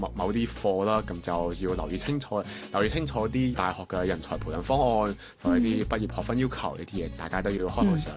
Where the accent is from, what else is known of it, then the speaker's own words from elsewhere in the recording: Macau; 大家好，